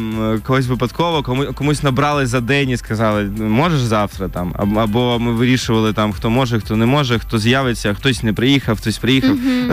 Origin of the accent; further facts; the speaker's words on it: Kyiv, Ukraine; Там Київ – це як більше моє рідне місто